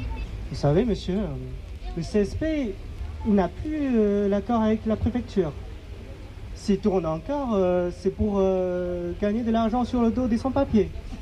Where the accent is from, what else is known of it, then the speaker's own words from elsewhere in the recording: Inner Mongolia, China; French is a second language; moved away; C'est ma langue de chez moi, d'un tout petit village en Mongolie intérieure, en Chine.